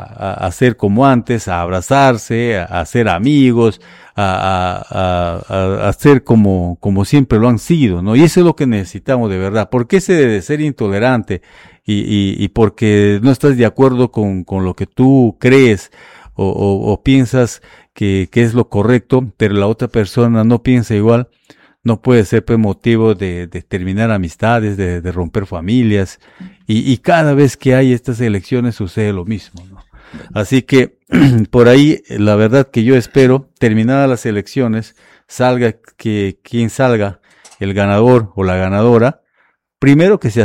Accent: Peru

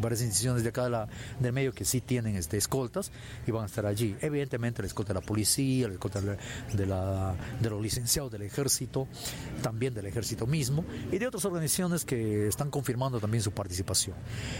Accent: Peru; nosotros como peruanos debemos tener ese sentimiento de amar a nuestra patria

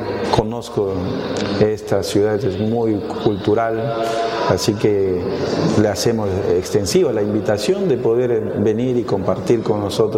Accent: Iquitos, Loreto, Peru; moved away as an adult; now in San Martín, Peru; soy de natural de Iquitos, y estamos, bueno, viviendo en San Martín desde el 2019, exactamente. Así que estamos ya radicando acá

